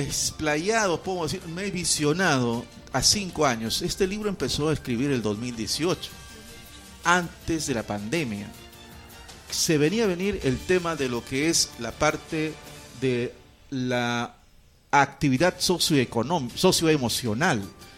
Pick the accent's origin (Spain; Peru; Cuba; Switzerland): Peru; Rioja, San Martín; born there; Sin embargo, tengo una partida de nacimiento en la ciudad de Rioja, pero nunca ni conozco gente en Rioja, eso es lo más, ¿no?